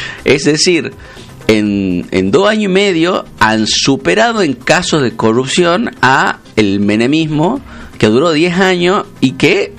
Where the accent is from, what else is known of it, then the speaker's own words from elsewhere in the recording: Argentina; los argentinos hablamos mucho de fútbol